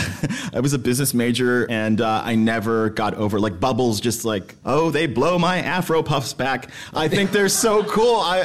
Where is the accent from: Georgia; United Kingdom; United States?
United States; Texas; I wanted to live in New York at the time. I'm from Texas.